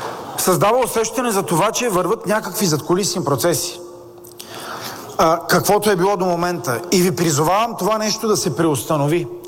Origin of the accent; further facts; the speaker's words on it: Plovdiv Province, Bulgaria; аз съм от Пловдив област. Там има над 10 общини.